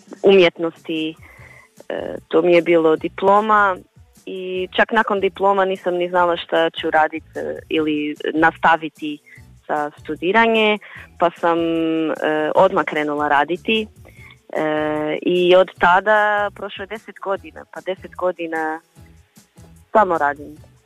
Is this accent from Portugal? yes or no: yes; Portugal; Croatian is a second language; moved away as an adult; now in Pula, Croatia; ja sam inače iz Portugalu.